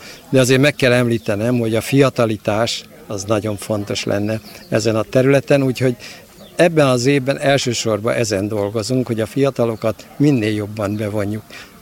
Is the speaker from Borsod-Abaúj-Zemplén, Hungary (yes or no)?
yes; Sárospatak, Borsod-Abaúj-Zemplén, Hungary; born there; mi úgy nőttünk föl, mint egy asszimilálódott közösség, tehát Sárospatakhoz nagyon szorosan hozzátartozóan